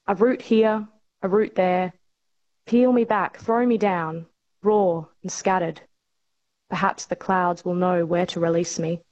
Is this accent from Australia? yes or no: yes; Broome, Western Australia, Australia; I find a lot of my poems are about my childhood and where I grew up in Broome, but obviously now where I'm living here and connecting to country and ancestry here.